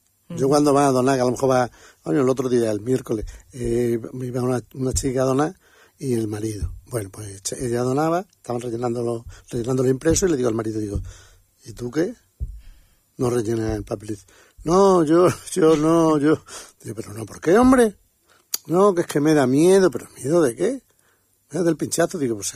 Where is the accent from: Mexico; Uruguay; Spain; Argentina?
Spain; Don Benito, Extremadura; los calabazones, que mi pueblo